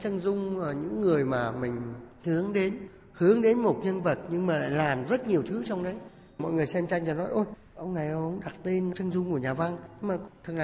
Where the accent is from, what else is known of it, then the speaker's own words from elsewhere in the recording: Thanh Hoa, Vietnam; moved away as an adult; now in Da Lat, Vietnam; mình cũng là người Thanh Hóa